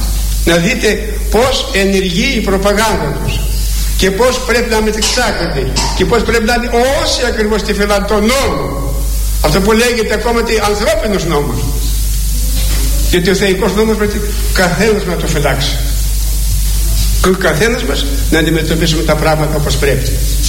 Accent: Greece

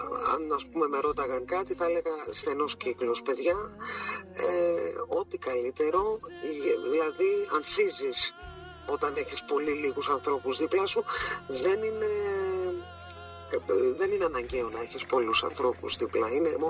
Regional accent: Cyprus; moved away as an adult; now in Greece; Από μικρό παιδί είμαι από την Κύπρο, ξεκίνησα από την Κύπρο, έτσι. Τα οδεία μου, τις σπουδές μου στο εξωτερικό, ήρθα Ελλάδα στα 23

